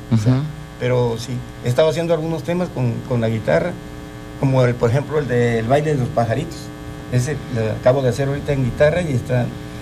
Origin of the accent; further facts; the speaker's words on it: Tabasco, Mexico; en mi pueblo, en Acajuca